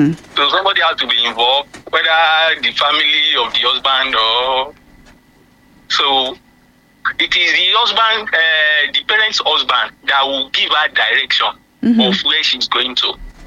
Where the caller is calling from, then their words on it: Ibadan, Oyo, Nigeria; calling from Ibadan.